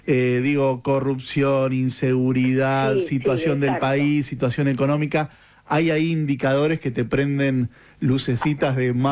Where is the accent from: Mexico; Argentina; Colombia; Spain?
Argentina; cómo somos los argentinos